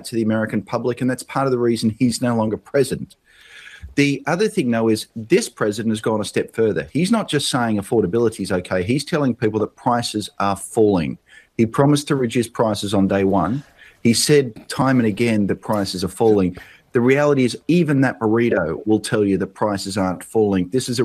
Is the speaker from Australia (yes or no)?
yes; Australia; I come from Australia, avocado toast was often seen as a metaphor for whether young people can get ahead as well.